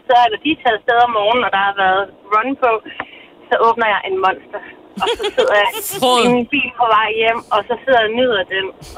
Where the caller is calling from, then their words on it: Hvidebæk, Zealand, Denmark; Jeg er fra Eres i Hvidebæk.